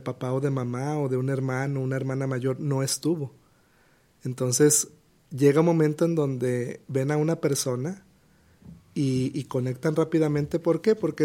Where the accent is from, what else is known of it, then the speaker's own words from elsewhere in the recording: Mexico; Ya somos mexicanos